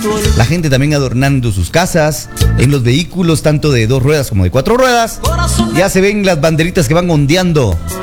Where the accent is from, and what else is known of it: Guatemala